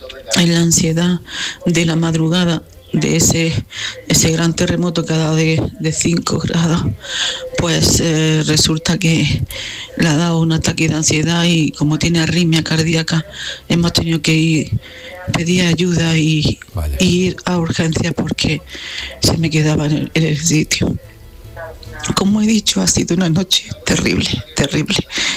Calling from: Granada, Andalusia, Spain; Hola, y bien. Soy de Granada. Pues he de decir que a mis 63 años

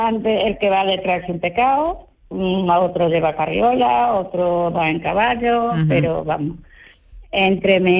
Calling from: Spain; llamo desde Arnarcoya.

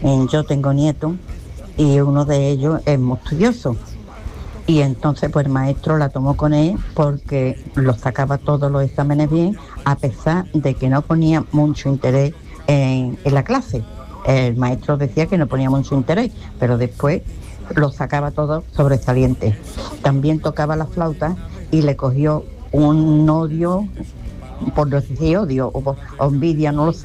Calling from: Alcalá, Spain; buenas tardes. … de Alcalá.

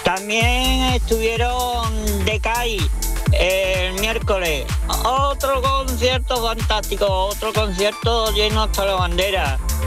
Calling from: Álora, Andalusia, Spain; de Álora y decirte que aquí en Álora

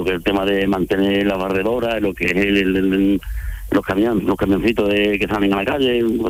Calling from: Arcos de la Frontera, Andalusia, Spain; Estoy aquí en Arco de la Frontera

